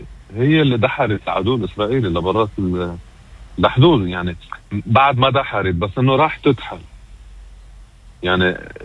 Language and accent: Arabic; Lebanon; هو خيي كلبناني